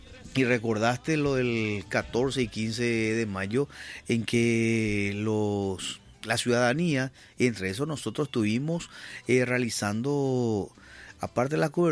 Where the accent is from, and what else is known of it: Paraguay